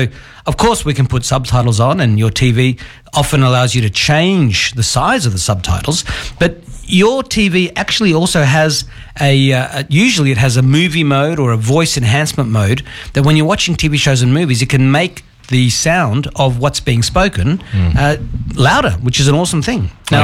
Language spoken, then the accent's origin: English; Australia; born there; being born in Australia with my English as my mother tongue, and I went to the French school, I speak better French than I speak Russian.